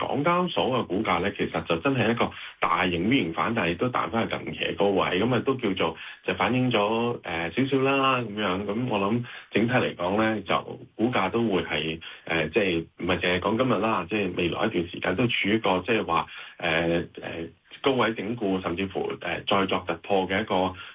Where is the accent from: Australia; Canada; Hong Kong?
Hong Kong; 作為香港人啊